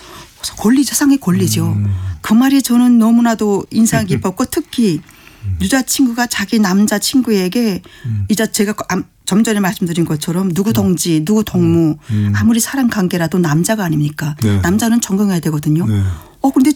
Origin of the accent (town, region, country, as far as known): North Korea; moved away